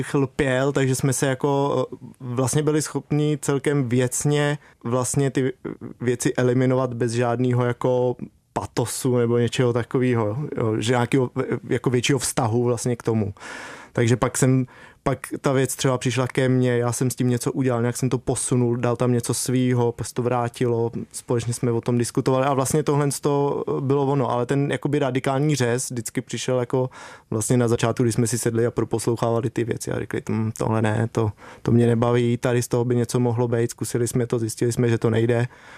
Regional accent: Lysá nad Labem, Central Bohemian Region, Czechia; My využíváme vlastně toho, že jsme oba z Lysí nad Labem, což je malý město

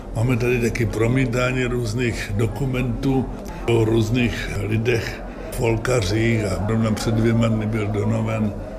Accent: Vizovice, Zlín Region, Czechia; Boris Jirku je ze Zlína a já jsem z Vizovic, což je 14 km od Zlína

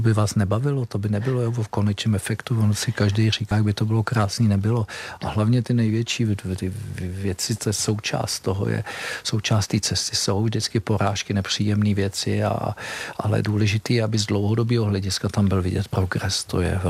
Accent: Český Krumlov, South Bohemian Region, Czechia; já jsem z Českého Krumlova

